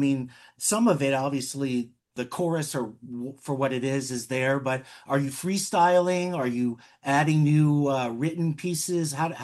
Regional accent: Kansas, United States; also born or lived in Maryland; I grew up in Kansas, although I lived in Maryland as a tiny little kid, but, you know, I was like, we're talking 19, early 70s. So I have no memory of that.

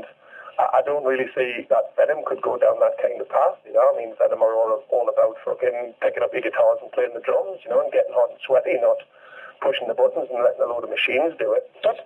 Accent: England, United Kingdom; like being English, you know, fucking, we're renowned for it anyway. We like to fuck around with our wonderful accents.

